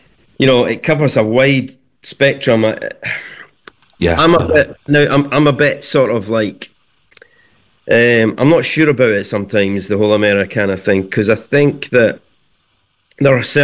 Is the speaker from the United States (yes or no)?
no; Leith, Scotland, United Kingdom; But, I grew up in Leith, and my older brother was one of the sort of first punks in Leith.